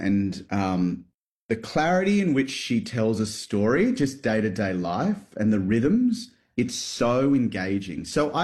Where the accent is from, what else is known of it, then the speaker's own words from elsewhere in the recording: Philippines; when you're on stage or in front of a camera as a Filipino, I think people are very, very, very at home